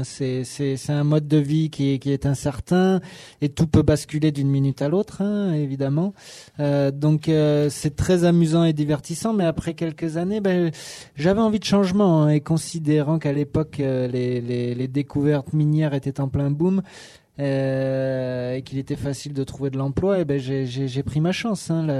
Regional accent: Saint-Omer, Hauts-de-France, France; also born or lived in Montreal; Alors, l'histoire, c'est que je suis né à Montréal et mes parents m'ont emmené avec eux en France à Saint-Omer quand j'étais très jeune.

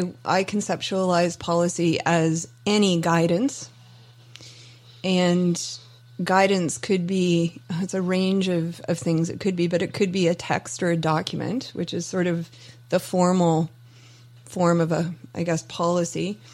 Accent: Fredericton, New Brunswick, Canada; my hometown of Fredericton

